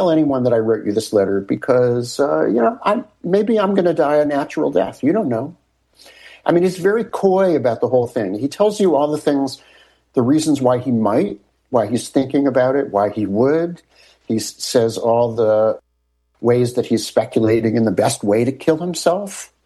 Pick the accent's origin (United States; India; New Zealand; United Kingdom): United States; Los Angeles, California; I'm from Los Angeles.